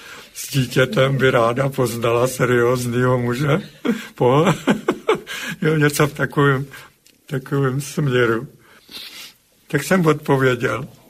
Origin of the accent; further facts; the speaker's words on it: Prague, Czechia; tam blízko, co já jsem prožil to dětství, na Kačerově sídliště